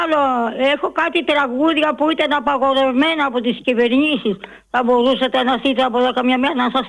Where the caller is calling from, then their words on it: Agrinio, West Greece, Greece; είμαι από το Αγρίνιο και εκεί βάζαμε καπλά.